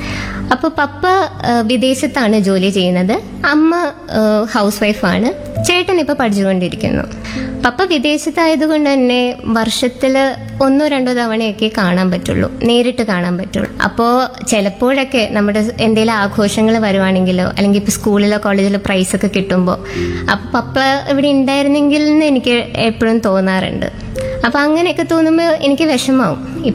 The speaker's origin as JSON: {"language": "Malayalam", "town": "Tripunithura", "region": "Kerala", "country": "India", "tie": "born or raised there", "said": "ഞാൻ 3ാം വർഷ BA economics വിദ്യാർത്ഥിനിയാണ്. ഞാൻ തൃപ്പൂണിത്തുറ സ്വദേശിനിയാണ്."}